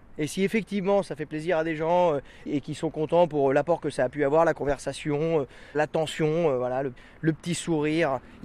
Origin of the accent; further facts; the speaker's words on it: western France, France; moi je suis de l'Ouest.